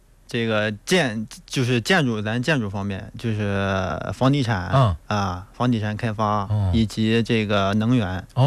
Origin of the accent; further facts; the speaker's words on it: Rizhao, Shandong, China; also born or lived in Qingdao; now in Feicheng, China; 我是老家是日照人。